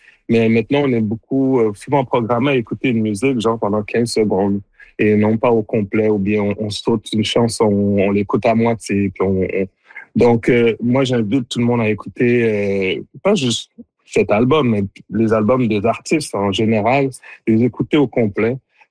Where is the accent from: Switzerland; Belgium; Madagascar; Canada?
Canada; Montreal, Quebec; born there; je suis né à Montréal de parents d'origine haïtienne.